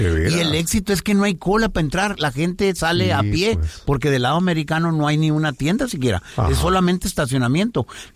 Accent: Sonora, Mexico; pero es realmente muy tranquilo, y su gente son un amor de personas, como somos los de Sonora.

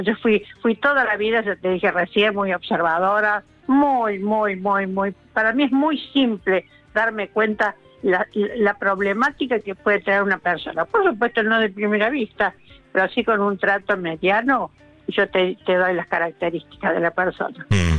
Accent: Córdoba, Argentina; now in Buenos Aires, Argentina; Cuando viví en Córdoba todavía, pues yo no soy de Buenos Aires, soy de Córdoba.

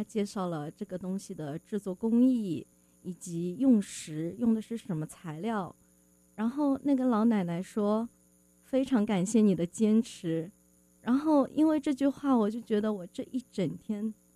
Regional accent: China; 因为我成长在中国

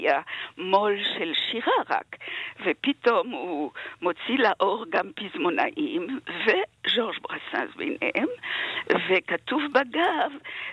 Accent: France; now in Israel; אני פשוט הייתי צרפתיה, אני עדיין, אבל נולדתי באווירה הזאת של השירה הקלאסית ושל שירי טרובדורים

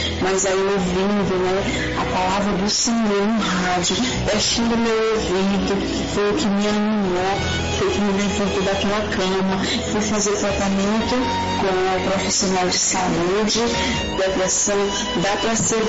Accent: Fortaleza, Ceará, Brazil; sou aqui de Fortaleza, Ceará.

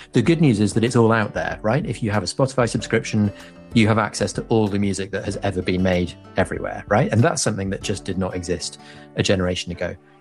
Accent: Leeds, Yorkshire and the Humber, United Kingdom; the taxi driver in Jalisco knows about Leeds United, which is, you know, my hometown where I grew up.

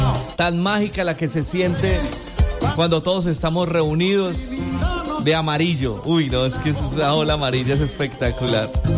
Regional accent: Colombia; ¡Que viva mi tierra colombiana y huevadre!

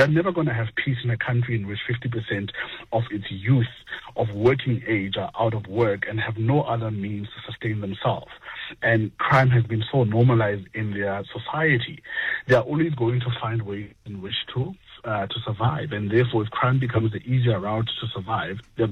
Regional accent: North West, South Africa; my township that I grew up in the Northwest

